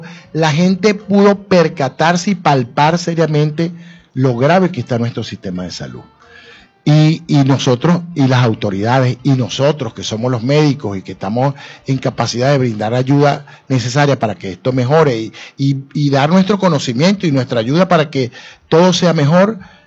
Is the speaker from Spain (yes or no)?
no; Venezuela; Pero yo estoy seguro, como somos los venezolanos, no solamente vamos a lograrlo